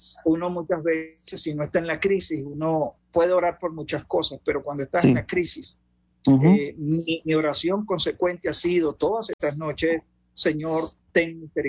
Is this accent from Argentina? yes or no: no; Venezuela; nosotros como venezolanos estamos creciendo en el carácter